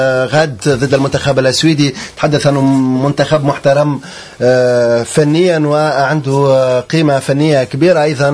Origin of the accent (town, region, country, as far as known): Tunisia